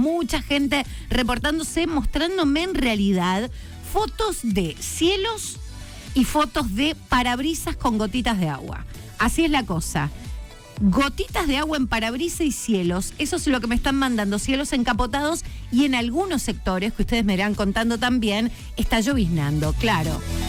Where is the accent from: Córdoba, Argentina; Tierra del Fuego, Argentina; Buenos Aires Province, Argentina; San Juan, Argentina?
Buenos Aires Province, Argentina; Punta Alta; Yo soy de Punta Alta, por supuesto, es una ciudad que fue forjada y construida alrededor de la base naval.